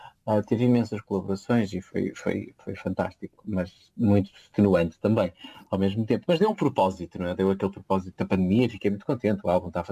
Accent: Azores, Portugal; now in Porto, Portugal; Aos Açores, não é? De onde sou natural.

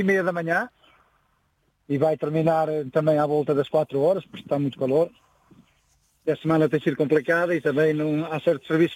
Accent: Resende, Norte, Portugal; moved away; Eu quando vim para aqui, eu venho da zona do Alto Douro.

